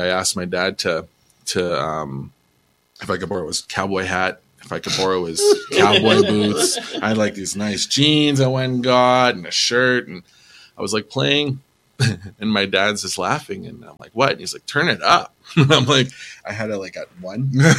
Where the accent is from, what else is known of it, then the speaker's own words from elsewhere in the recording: Edmonton, Alberta, Canada; also born or lived in Buffalo Lake / Sherwood Park; In Buffalo Lake. I moved out here when I was six back to Edmonton. So I actually grew up in Elmwood, not too far from here, Calder.